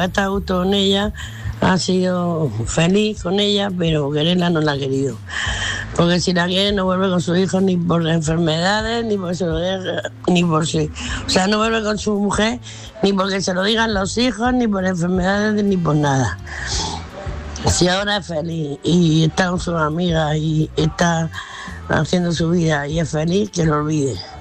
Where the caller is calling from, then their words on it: Murcia, Region of Murcia, Spain; de Murcia.